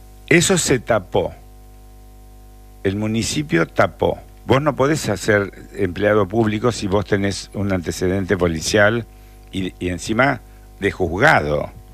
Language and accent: Spanish; Córdoba, Argentina; moved away; also born or lived in Santa Fe; yo viví en Córdoba, yo nací en la provincia de Santa Fe y luego me fui a la ciudad de Córdoba cuando tenía 7 años.